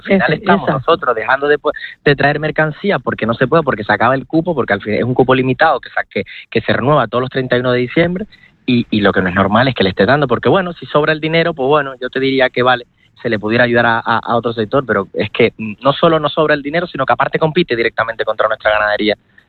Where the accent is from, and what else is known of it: Canary Islands, Spain